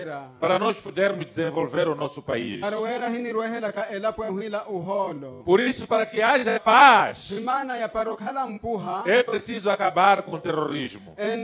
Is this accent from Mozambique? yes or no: yes; Mozambique; todos nós, como moçambicanos, como único povo, povo irmão